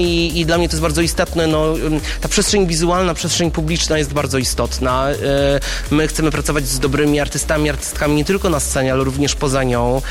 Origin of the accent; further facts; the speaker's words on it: Lower Silesian Voivodeship, Poland; now in Kraków, Poland; Jestem osobą, która jest rodowitym Dolnoślązakiem. Jestem dyrektorem Polskiego Teatru Narodowego z czeskim nazwiskiem. Mam w sobie korzenie żydowskie, czeskie, ukraińskie, śląskie i polskie. Moja babcia urodziła się w Bośni.